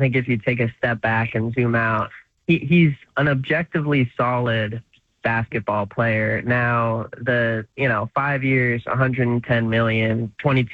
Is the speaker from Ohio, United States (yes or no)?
no; San Rafael, California, United States; moved away as an adult; also born or lived in Denver; I grew up in Marin, San Rafael specifically. So it's very cool to be back. I was in Denver for about a year and a half, I would say.